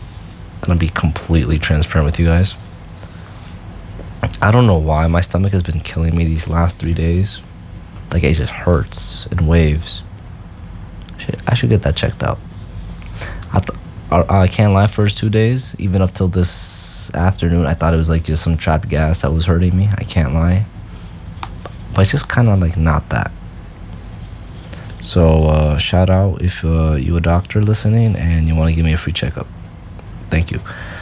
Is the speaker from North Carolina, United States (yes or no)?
yes; Charlotte, North Carolina, United States; I am a Peruvian from Charlotte, North Carolina. Good old Southern state.